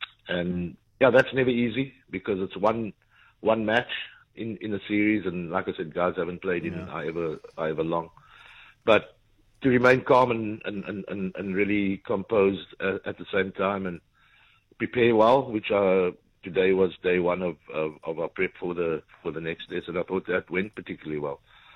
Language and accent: English; South Africa; as a South African, I think that's a trait we all possess